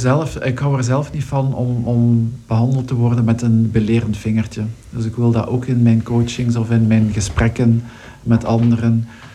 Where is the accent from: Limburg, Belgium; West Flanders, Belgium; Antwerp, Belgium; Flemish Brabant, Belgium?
Limburg, Belgium; Bilzen; Maar zoals je zei, ja, ik ben opgegroeid in Bilzen, in Limburg.